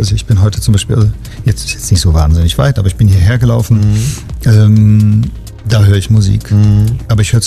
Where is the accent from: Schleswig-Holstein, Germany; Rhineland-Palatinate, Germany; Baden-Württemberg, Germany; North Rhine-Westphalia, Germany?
Baden-Württemberg, Germany; Stuttgart; Ich bin in Stuttgart aufgewachsen, in der Nähe von amerikanischen Kasernen, mhm, und habe immer amerikanisches Radio gehört.